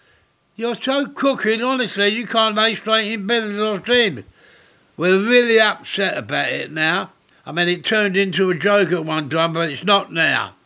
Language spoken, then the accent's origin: English; Deptford, London, United Kingdom; born there; I was born on May 1. I was born in Deptford 81 years ago. Yes, we lived in an house where the walls were so thin, we used to have to tip our bread in next door's gravy.